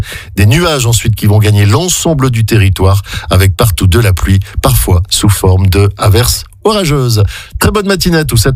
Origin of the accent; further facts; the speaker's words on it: Belgium; Il sera 21h chez nous en Belgique